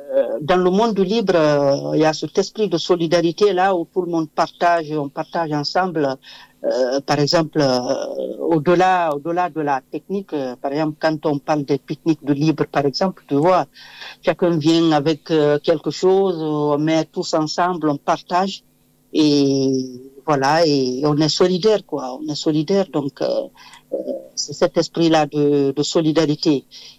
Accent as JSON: {"language": "French", "country": "Guinea", "said": "D'abord, je suis d'origine de la Guinée, donc c'est un pays francophone."}